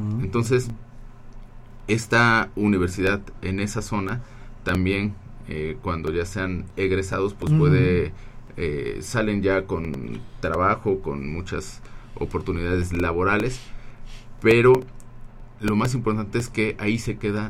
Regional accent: Tecamachalco, Puebla, Mexico; moved away as an adult; yo soy de Tecamachalco. Nosotros teníamos que venir a Puebla para estudiar ya nuestra universidad. Y muchos de los que viajamos, pues ya nos quedamos en otros lados.

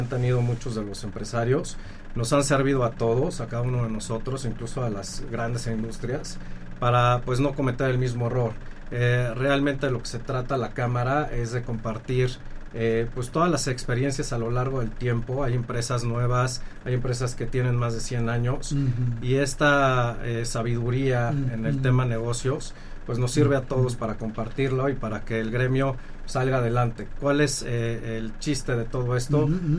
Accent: Puebla, Mexico; como mexicanos y poblanos.

